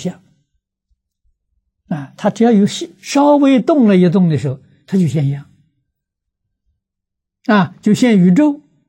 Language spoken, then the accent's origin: Chinese; China; 我们中国人讲，人之初性本善